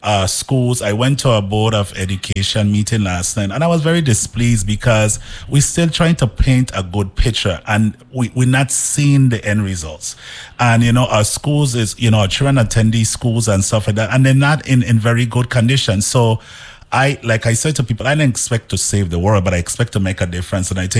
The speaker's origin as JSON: {"language": "English", "town": "Frederiksted", "region": "St. Croix", "country": "U.S. Virgin Islands", "tie": "born or raised there", "also_born_or_lived": "Brooklyn, New York", "said": "I was born and raised here in St. Croix. I attended both the public and parochial school system. And I graduated from Boys and Girls High School in Brooklyn, New York."}